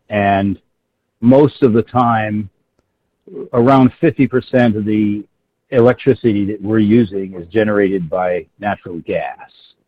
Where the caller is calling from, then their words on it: Plainfield, Vermont, United States; in Plainfield.